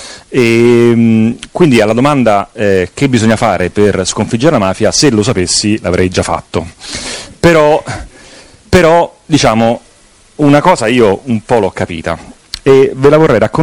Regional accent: Rome, Lazio, Italy; moved away as an adult; now in Sicily, Italy; sono romano come voi, come molti di voi, però nel 92 avevo 16 anni

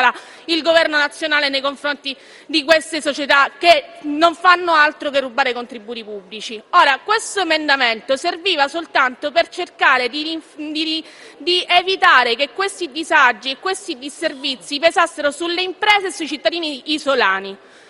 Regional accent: Messina, Sicily, Italy; io sono di Messina

